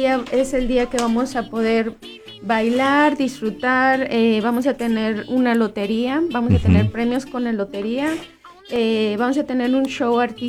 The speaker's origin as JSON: {"language": "Spanish", "country": "Mexico", "moved": "yes", "lives_now": "Neligh, Nebraska, United States", "said": "los que somos mexicanos"}